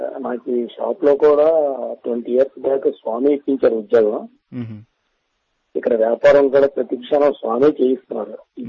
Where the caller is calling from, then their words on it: Visakhapatnam, Andhra Pradesh, India; నేను విశాఖపట్నం మద్రిగాం నుంచి మాట్లాడుతున్నానండి.